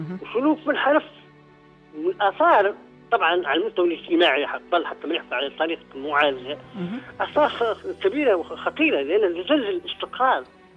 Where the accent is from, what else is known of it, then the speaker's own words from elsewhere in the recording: Tunisia; احنا في عندنا في تونس